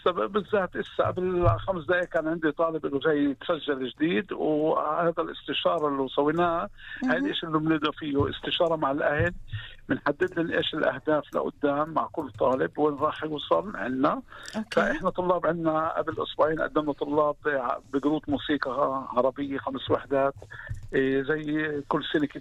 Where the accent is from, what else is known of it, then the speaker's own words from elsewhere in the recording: Haifa, Haifa District, Israel; عندنا بحيفا